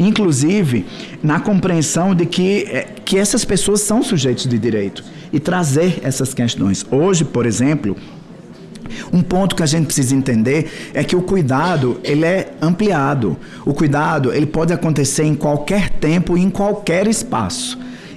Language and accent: Portuguese; Northeast Region, Brazil; accent: Northeastern; sou nordestino com muito orgulho, né? Dá para perceber pelo sotaque